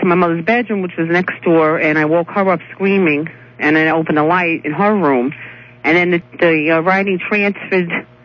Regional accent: Brooklyn, New York, United States; accent: Brooklyn; now in Staten Island, United States; I know I have a Brooklyn act. I was from Brooklyn and now moved to Staten Island.

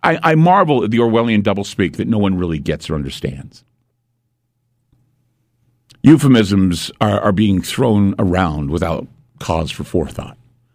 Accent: United States; That was me understanding what it meant to be an American.

